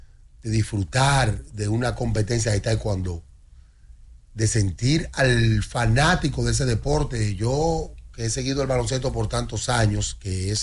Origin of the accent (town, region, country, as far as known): Dominican Republic